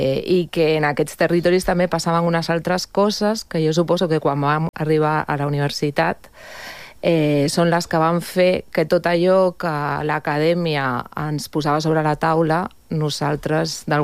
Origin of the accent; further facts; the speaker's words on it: Esplugues de Llobregat, Catalonia, Spain; jo soc de Can Vidalet.